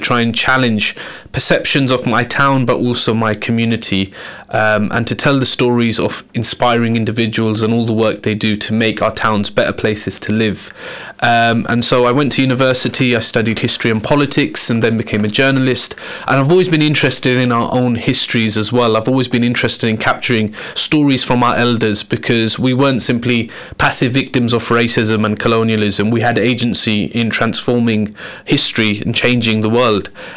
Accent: Luton, East of England, United Kingdom; Yeah, born and bred in Luton, still live in the town. My granddad was here. My dad grew up in Luton as well. I'm British Kashmiri. Families from Mirpur in Azad Kashmir, and yeah, Luton means a lot to me. It's my town.

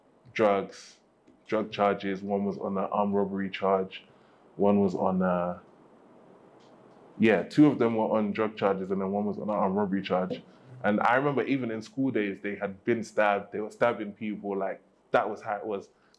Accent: London, United Kingdom; moved away as an adult; growing up in London itself is like a crazy experience. It's something that I think about now because I don't live in London anymore.

